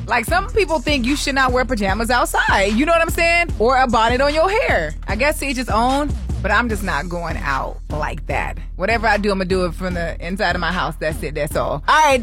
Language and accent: English; California, United States; I'm from Cali too, so it don't bother me none, girl.